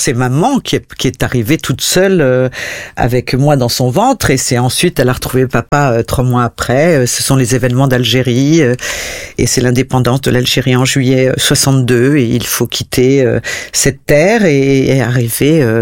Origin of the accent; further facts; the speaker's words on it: Lyon, Auvergne-Rhône-Alpes, France; born there; je suis née à Lyon. Donc, lyonnaise, oui, de hasard.